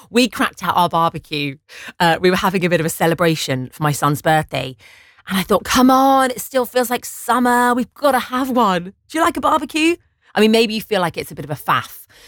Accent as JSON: {"language": "English", "country": "United Kingdom", "said": "I'm so British."}